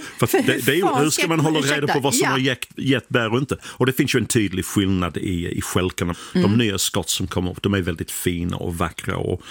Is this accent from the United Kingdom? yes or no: yes; England, United Kingdom; born or raised there; now in Sweden